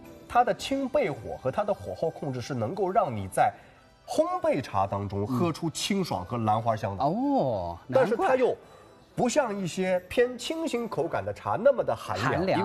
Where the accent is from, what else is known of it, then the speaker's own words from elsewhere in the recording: Fujian, China; now in Shanghai, China; 特别是每每推荐到我福建老家的东西，